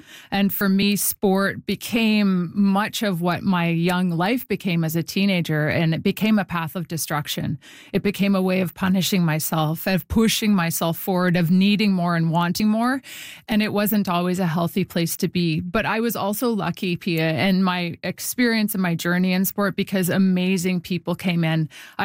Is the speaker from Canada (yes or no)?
yes; Winnipeg, Manitoba, Canada; It was community sport growing up in Winnipeg, playing ringette, playing soccer, playing all the games that my friends played.